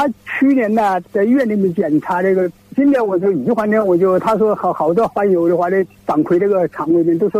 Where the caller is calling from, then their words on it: Gong'an, Hubei, China; 我是公安县张庄铺镇同心村